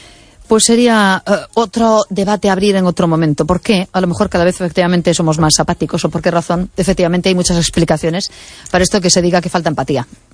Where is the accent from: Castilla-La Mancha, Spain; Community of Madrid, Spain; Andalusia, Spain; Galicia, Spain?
Galicia, Spain; A Coruña; now in Mos, Spain; Soy de Coruña, pero sí, vivo en estos momentos, bueno, al lado de Vigo, ahora mismo vivo en Mos.